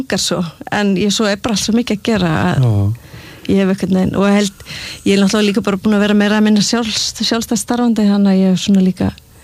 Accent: Seltjarnarnes, Capital Region, Iceland; also born or lived in Reykjavík; Já, ég ólst upp á Seltjarnarnesi þar til ég var 12 ára og svo flutti í Vesturbæinn.

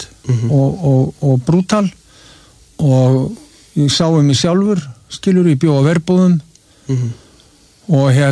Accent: Reykjavík, Capital Region, Iceland; og hérna hann sagði hvaðan ertu og ég sagði ég Reykjavík

